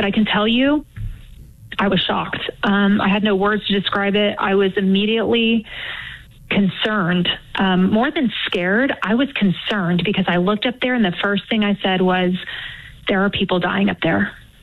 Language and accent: English; Texas, United States; So I'm from Texas. You know, I was barely 23 years old.